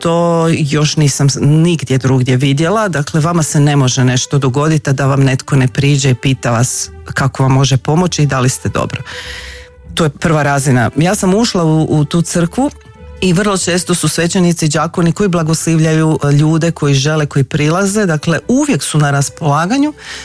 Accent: Croatia; ja sam iz Hrvatske

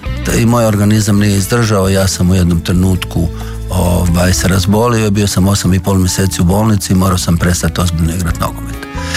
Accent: Slatina, Virovitica-Podravina County, Croatia; A kako sam porijeklom iz Slatine, a Slatina je na rimskom, na kojem, Marinianis.

